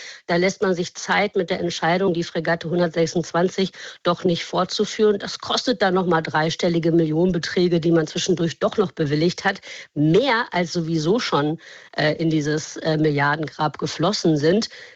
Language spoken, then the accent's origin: German; Germany; wenn wir jetzt nicht mehr in dem Freundschaftsgame sind, wie wir das gerne wollten als Deutsche